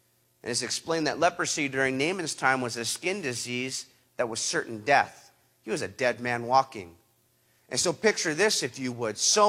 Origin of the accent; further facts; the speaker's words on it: Huntington Beach, California, United States; And I think we stashed the other one in my dad's garage in my hometown. So I get stitched up by the dock in Coronado, San Diego, and I go, I'm going to go back and go drink that other keg of beer. So I make my way back to Huntington.